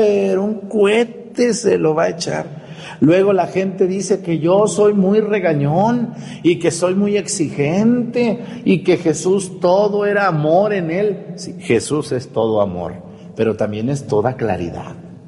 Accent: Mexticacán, Jalisco, Mexico; moved away; mi pueblo, allá de donde yo soy, de mi pueblo, Mesticacán.

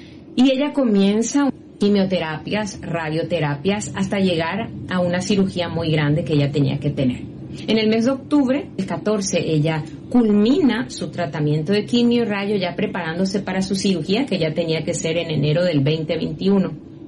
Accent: Asunción, Paraguay; yo soy de Asunción, Paraguay. Desde chiquita ando por la iglesia, de la mano de mi mamá, quien inició su vida espiritual en los grupos de oración de la Renovación Carismática Católica.

